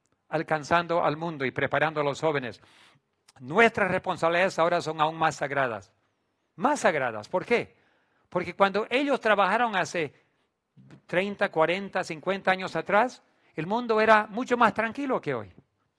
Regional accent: Bolivia; Me hace casi llorar de alegría que mis padres me criaron aquí en Bolivia para poder aprender el español. Siendo boliviano, yo y mi esposa amamos este país

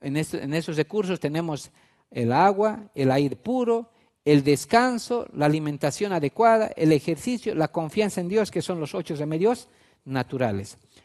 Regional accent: Bolivia; Es como hoy en día en nuestro país, aquí en Bolivia

